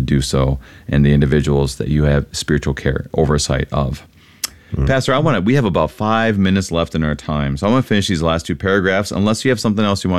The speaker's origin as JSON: {"language": "English", "town": "Wadena", "region": "Minnesota", "country": "United States", "tie": "born or raised there", "moved": "yes", "said": "the church that I grew up at in St. John and Wadena."}